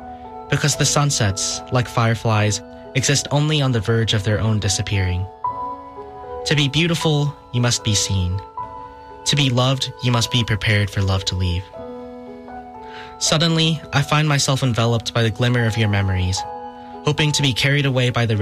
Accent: Houston, Texas, United States; Houston obviously holds a very special place in my heart as the place that I was born and raised and the place that I get a lot of my inspiration from. So growing up in Houston, I've had the chance to have many different experiences and meet people from all over the world, actually.

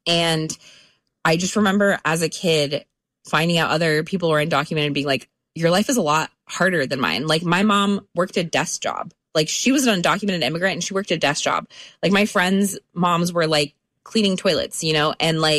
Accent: United States; I still can't help but be thankful that I was raised in the United States, despite, like, all the circumstances, despite everything that I had gone through.

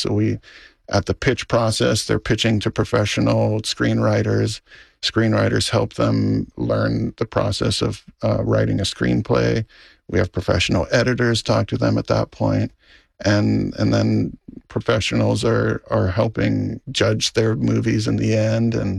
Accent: Maui, Hawaii, United States; When I was growing up on Maui and I had this passion for filmmaking, I didn't know anybody who did it.

